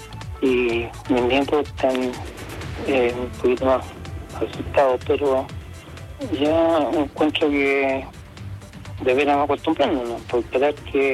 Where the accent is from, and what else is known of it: La Cruz, Valparaíso, Chile